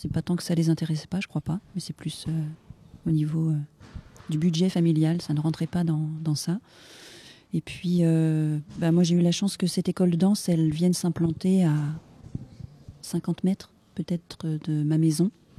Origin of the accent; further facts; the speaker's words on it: Saint-Nazaire, Pays de la Loire, France; born there; also born or lived in Paris; j'ai commencé la danse, j'avais une dizaine d'années. Ici sur Saint-Nazaire